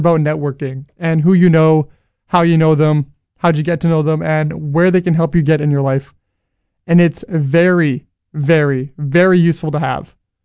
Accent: MacGregor, Manitoba, Canada; now in Portage la Prairie, Canada; I grew up in McGregor

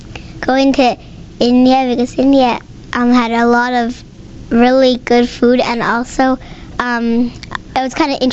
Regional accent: Canada; born there; I was born here in Canada, but my dad is Mexican and my mom is, she's Manitoba, like Canada.

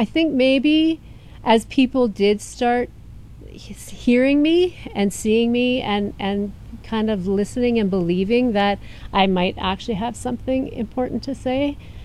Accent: Schoenfeld, Manitoba, Canada; I grew up in Schoenfeld, actually.

